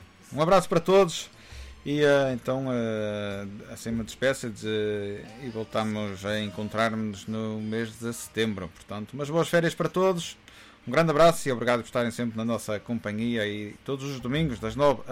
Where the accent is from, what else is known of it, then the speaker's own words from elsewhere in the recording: Ponte da Barca, Viana do Castelo, Portugal; é o hino de Ponte da Barca, a minha terra